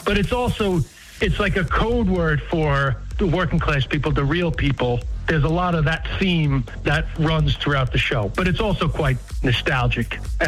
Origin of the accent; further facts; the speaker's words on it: New York City, New York, United States; There's a section about growing up in Queens.